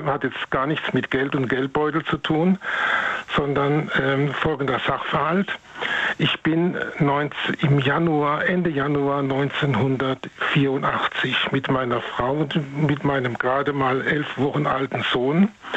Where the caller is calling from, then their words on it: North Rhine-Westphalia, Germany; aus dem Rhein-Sieg-Kreis.